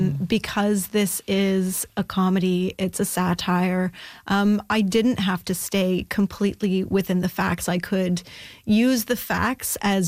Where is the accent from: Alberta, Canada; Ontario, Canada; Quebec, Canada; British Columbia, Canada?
Ontario, Canada; Ottawa; I'm actually from Ottawa originally